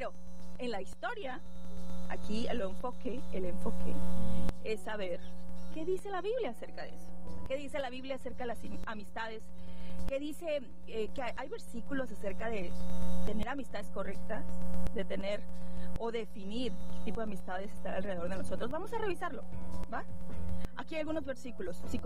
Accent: Monterrey, Nuevo León, Mexico; moved away; yo soy regiomontana. ¡Sí! ¡A mucha honra!

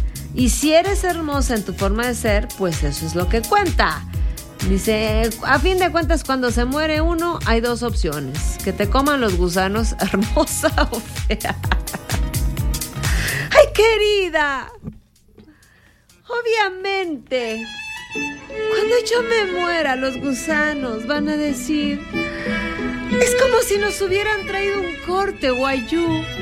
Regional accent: Comarca Lagunera, Mexico; porque soy de la Laguna, porque amo traer esa playera verde con blanco que me identifica, que es parte de mi historia, es parte de mí

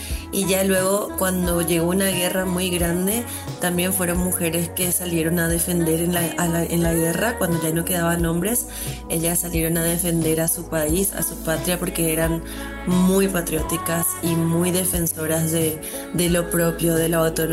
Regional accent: Paraguay; nos quisieron sacar nuestra lengua guaraní a los paraguayos

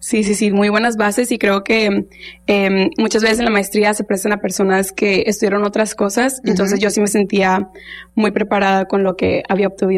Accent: Monterrey, Nuevo León, Mexico; moved away as an adult; now in New York, United States

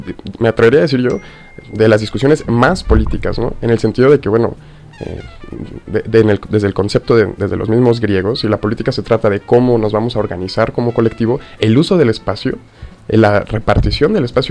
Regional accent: Chihuahua, Mexico; born there; yo, a diferencia de ustedes, yo nací aquí en Chihuahua

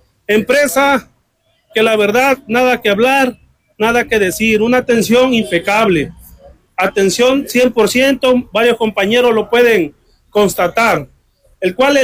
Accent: Tonalá, Chiapas, Mexico; Yo vengo de Tonalá, Chiapas.

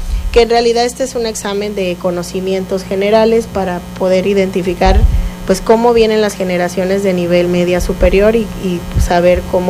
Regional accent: Mexico

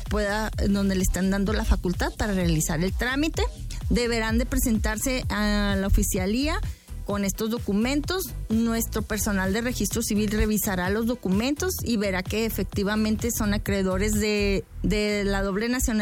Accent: Mexico

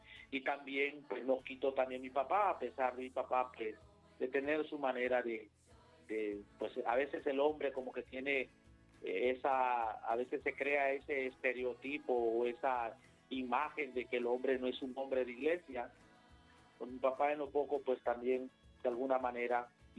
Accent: Villanueva, Cortés, Honduras; Pues crecí en Villanueva Cortés, toda mi infancia, mi adolescencia, estudié también ahí en Villanueva

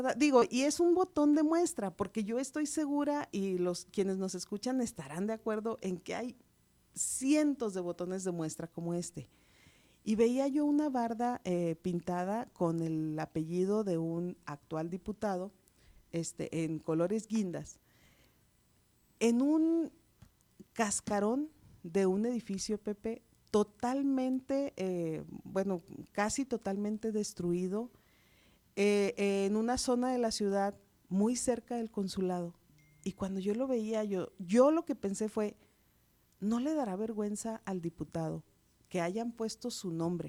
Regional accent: Guadalajara, Jalisco, Mexico; Yo soy de más al sur, yo soy de la Perla Tapatía.

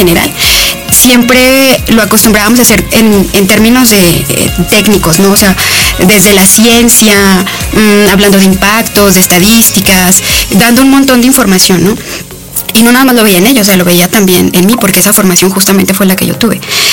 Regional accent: Ojocaliente, Zacatecas, Mexico; now in Aguascalientes, Mexico; yo no soy de Aguascalientes, yo soy de Zacatecas, de un lugar que se llama Ojo Caliente

